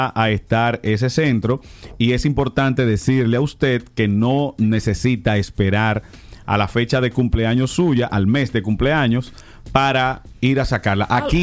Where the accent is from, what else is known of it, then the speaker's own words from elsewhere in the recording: Dominican Republic; moved away; aquí somos menos los dominicanos que estamos en el exterior.